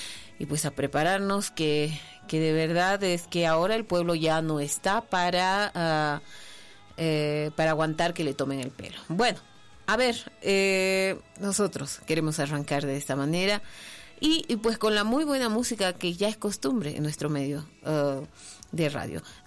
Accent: Bolivia

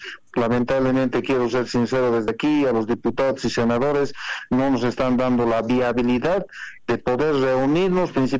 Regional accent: Potosí, Bolivia

